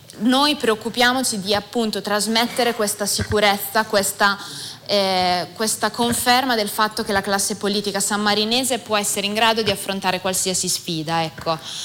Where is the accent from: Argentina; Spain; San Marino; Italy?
San Marino